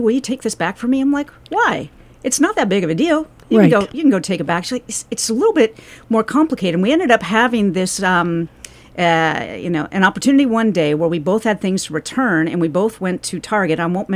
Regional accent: Portland, Oregon, United States; now in Savannah, United States; I'm from the West Coast, actually. I'm from Portland, Oregon.

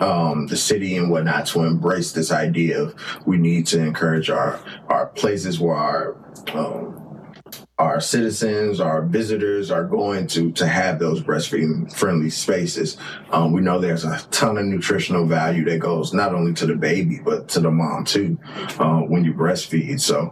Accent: Gary, Indiana, United States; and so when I tell people I'm from Indiana, they quickly assume I'm a Pacers fan, I'm a Colts fan.

